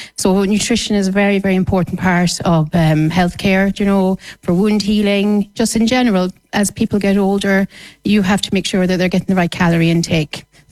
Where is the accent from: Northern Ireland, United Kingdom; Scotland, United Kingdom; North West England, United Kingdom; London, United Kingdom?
Scotland, United Kingdom; also born or lived in Dublin, Ireland; now in Mayo, Ireland; I wasn't from Dublin. I'm originally from Scotland.